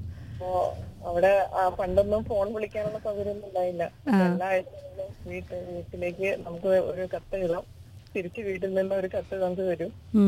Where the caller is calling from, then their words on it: Neriamangalam, Kerala, India; Nerimangalam.